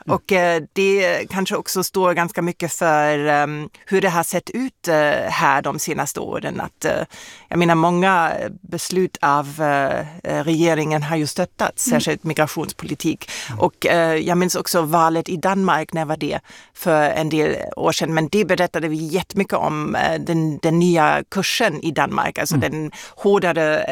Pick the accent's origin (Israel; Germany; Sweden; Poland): Germany; Swedish is a second language; Det var jätte konstigt som tysk att gå där.